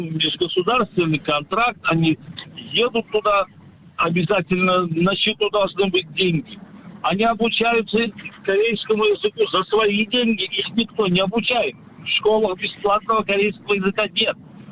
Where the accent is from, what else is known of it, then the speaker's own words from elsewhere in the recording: Uzbekistan; moved away as an adult; now in Russia; Я сам родом из Узбекистана.